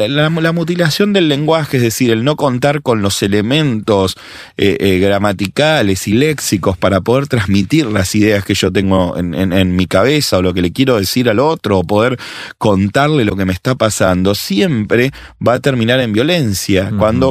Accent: Argentina; yo soy argentino

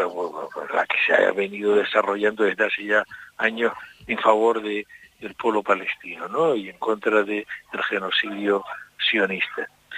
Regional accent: Canary Islands, Spain; nuestra tierra canaria

